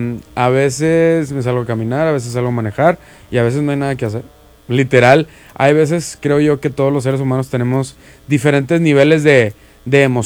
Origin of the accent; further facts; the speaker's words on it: Monterrey, Nuevo León, Mexico; soy aquí de Monterrey.